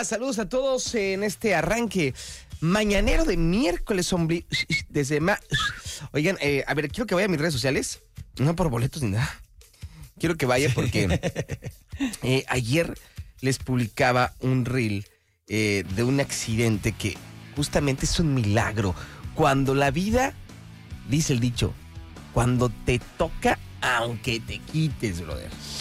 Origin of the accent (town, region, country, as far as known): Mexico